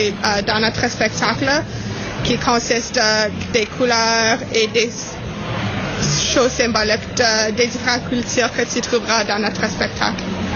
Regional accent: Canada; born there; je suis la coordinatrice junior du pavillon British Isles. Ma famille vient de l'Irlande, alors je suis à moitié irlandais, alors je suis née au Canada

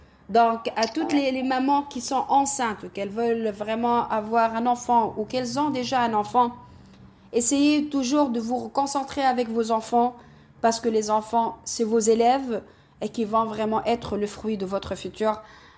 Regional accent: Montreal, Quebec, Canada; moi, je suis vraiment très honorée d'être Montréalaise. Et je dis toujours, je suis Montréalaise. J'adore Montréal.

